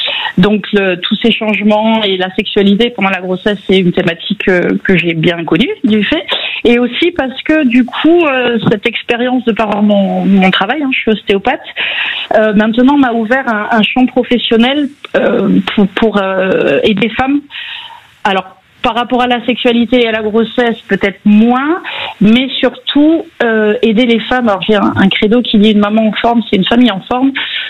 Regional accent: Nouvelle-Aquitaine, France; comme je viens du Pays Basque, le coffret piment m'a fait beaucoup rire.

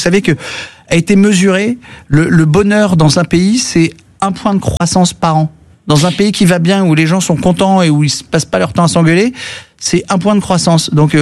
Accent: Hauts-de-France, France; je viens du bassin minier du Pas-de-Calais.

